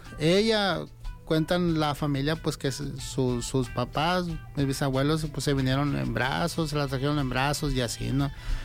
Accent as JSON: {"language": "Spanish", "region": "Sonora", "country": "Mexico", "tie": "born or raised there", "said": "Yo soy parte de los barrios más antiguos de la ciudad. En este aspecto, La Matanza, formado por yaquis originarios desde tiempos inmemoriales, ¿no? Crecí rodeado con la cultura yaqui, danza del venado, el pascola, las ceremonias de los fariseos, la cuaresma."}